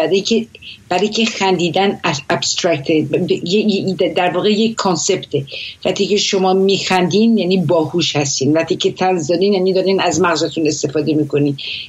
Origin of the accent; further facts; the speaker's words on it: Iran; moved away; من بچه جنگم، در زمان جنگ من توی ایران بزرگ شدم.